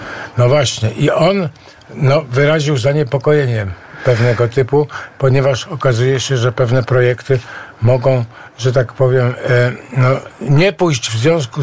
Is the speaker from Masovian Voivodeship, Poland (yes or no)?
yes; Warsaw, Masovian Voivodeship, Poland; ja z Pragi jestem.